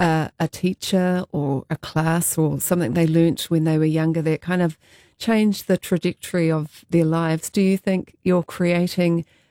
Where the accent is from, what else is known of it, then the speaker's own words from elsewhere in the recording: Feilding, Manawatū-Whanganui, New Zealand; I grew up in Fielding. At the end of our street was the Oraua River